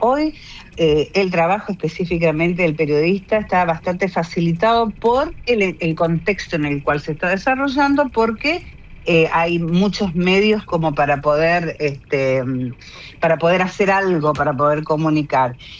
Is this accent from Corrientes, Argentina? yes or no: yes; Curuzú Cuatiá, Corrientes, Argentina; Soy de Curuzú, Guateá.